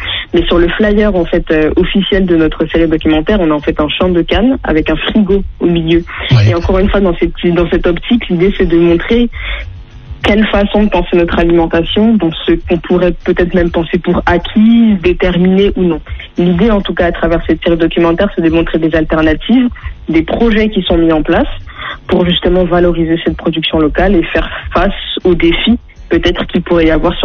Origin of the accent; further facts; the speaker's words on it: France; moved away as an adult; now in Martinique, France; Je suis née, j'ai grandi en Hexagone.